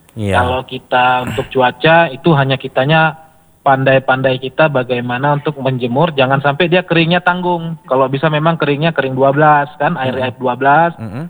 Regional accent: Aceh, Indonesia; dari negeri kita, Gayo

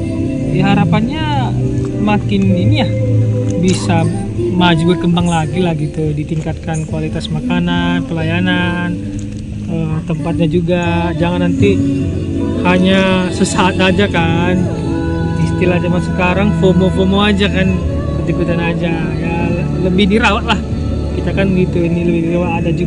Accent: Pandan, North Sumatra, Indonesia; Kalau saya dari Tapanuli Tengah, Pandan.

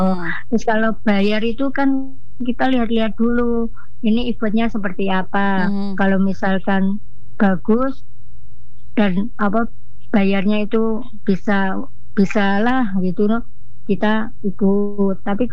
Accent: Kediri, East Java, Indonesia; born there; Ya kan memang aku lahir dari Kediri, jadi aku warga Kediri

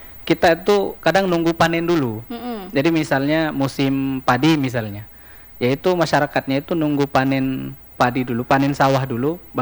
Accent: Pidie Jaya, Aceh, Indonesia; now in Samarinda, Indonesia; kalau daerah saya itu daerah Pidijaya namanya. Di Pidijaya itu kami itu di karena dekat pesisir

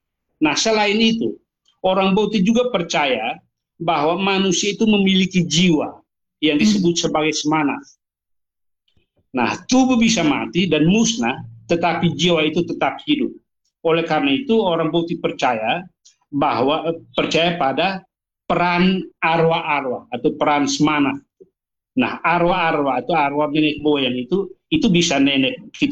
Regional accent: East Nusa Tenggara, Indonesia; kalau kami orang Timur yang berbahasa Dawan, yang walaupun sudah beragama itu

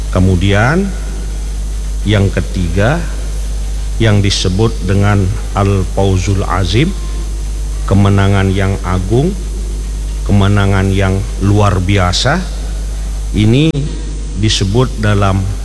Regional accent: Lombok, West Nusa Tenggara, Indonesia; orang Lombok, Pulau Seribu Masjid ini

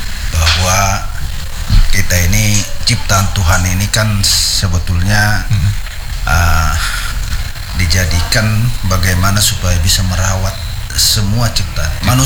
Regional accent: Sumatra, Indonesia; born there; now in East Kalimantan, Indonesia; daerah saya di Sumatera

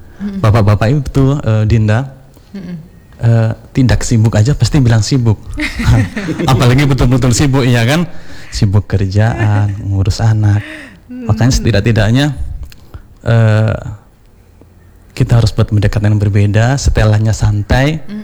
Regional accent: Java, Indonesia; Walaupun tidak semua jamaahnya orang Kaili, termasuk saya sendiri dari Jawa, ustadznya juga dari Jawa

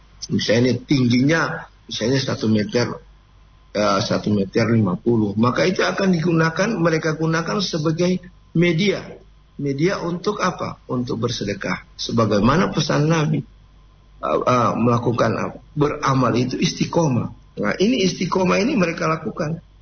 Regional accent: Gorontalo, Indonesia; Pada dasarnya kan dalam konteks kita sebagai orang Gorontalo dengan falsafah adat bersenikan sara bersenikan kita pula

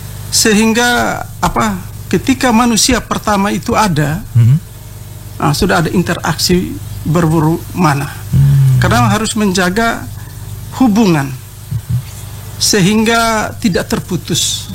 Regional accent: Wolotopo, East Nusa Tenggara, Indonesia; Macam kami di Wolotopo, misalnya saya suku Atarobo dengan Sausue dengan Sawatalaki.

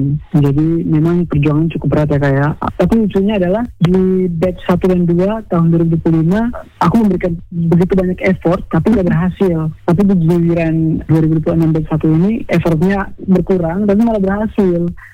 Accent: Rote Ndao, East Nusa Tenggara, Indonesia; now in Kupang, Indonesia; daerah aku berasal, yaitu Nusa Tenggara Timur, terlebih khususnya di Rotendao.

